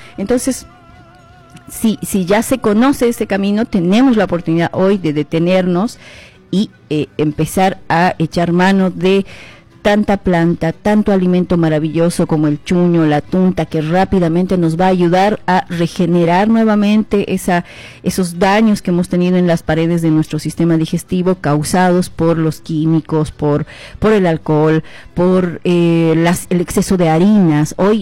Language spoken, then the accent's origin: Spanish; Bolivia